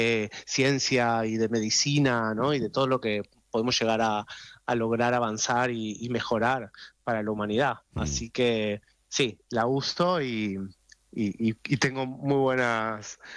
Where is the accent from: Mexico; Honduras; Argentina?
Argentina; accent: Argentine